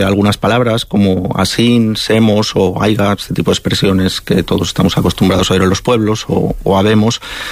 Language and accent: Spanish; Vega de Infanzones, Castile and León, Spain; Vega de Infanzones.